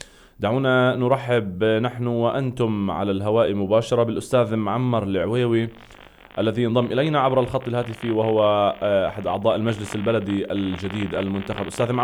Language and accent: Arabic; Jerusalem, Palestine; بالك حتى لو ما كنتش انا ابن القدس، انا ابن القدس.